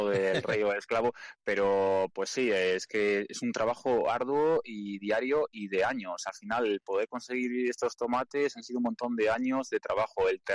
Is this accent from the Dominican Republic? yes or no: no; Alcázar de San Juan, Castilla-La Mancha, Spain; en mi pueblo sale mucho, de hecho, nuestro gentilicio es alcazareño, pero nuestro mote es mielgueros, nos llaman los mielgueros a los de mi pueblo.